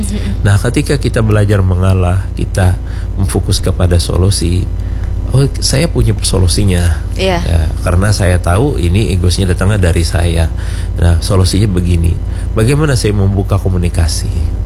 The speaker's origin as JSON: {"language": "Indonesian", "area": "Banjar", "region": "South Kalimantan", "country": "Indonesia", "said": "budaya kita orang Banjar"}